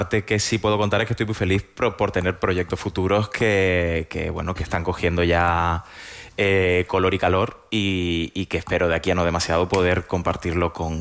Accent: Tenerife, Canary Islands, Spain; siendo tinerfeño, defiendo mi tinerfeñismo

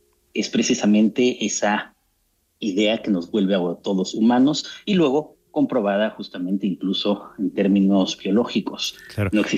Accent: Mexico; aunque yo soy mexicano, aunque también sé español

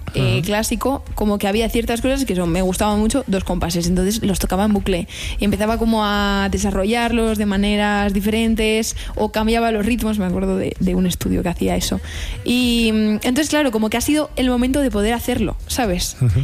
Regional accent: Madrid, Community of Madrid, Spain; yo soy madrileña de toda la vida.

